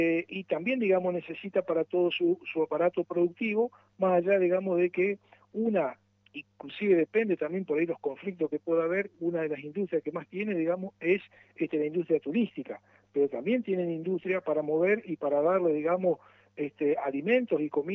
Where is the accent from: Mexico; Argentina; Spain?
Argentina